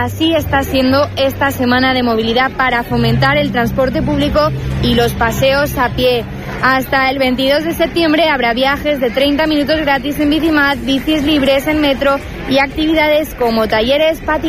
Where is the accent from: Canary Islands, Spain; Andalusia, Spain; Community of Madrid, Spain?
Community of Madrid, Spain; Madrid; Nosotros somos de Vallecas y tardan, y perdona la expresión, un huevo